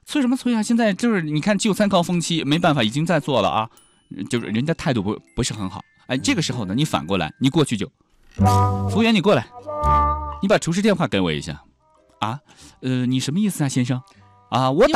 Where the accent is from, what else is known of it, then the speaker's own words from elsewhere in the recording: Kunming, Yunnan, China; 用我们昆明话说